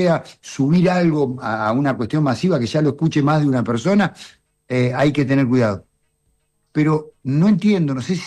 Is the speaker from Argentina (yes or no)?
yes; Argentina; nos podemos parar y podemos decir que somos argentinos